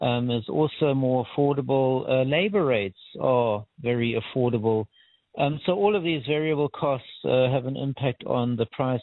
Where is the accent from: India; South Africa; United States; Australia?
South Africa; that's I guess the problem that we have as South African growers